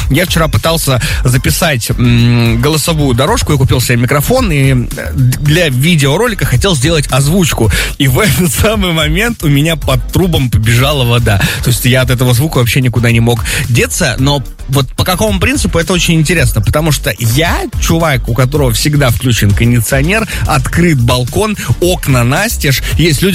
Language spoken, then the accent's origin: Russian; Magadan Oblast, Russia; moved away; Я из Магаданской области. Я даже не из Магадана. Вокруг меня леса, снег и медведи. И вот 300 человек, которые в поселке живут.